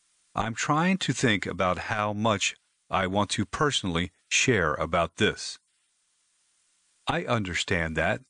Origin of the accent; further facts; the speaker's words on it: Pacific Northwest, United States; I'm from the Pacific Northwest. We were ahead of the curve on a lot of that stuff in the 80s and 90s.